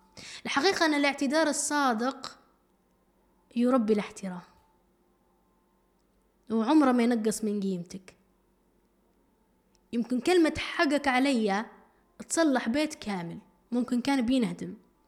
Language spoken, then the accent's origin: Arabic; Libya; احنا كليبيين وناس بيتية وأهل ومتربيين تربية سليمة وتربية صحية